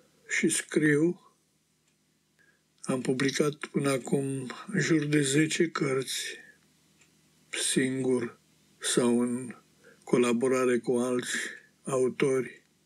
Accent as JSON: {"language": "Romanian", "country": "Romania", "tie": "born or raised there", "moved": "as an adult", "lives_now": "Australia", "said": "Între România copilăriei mele și Australia maturității mele"}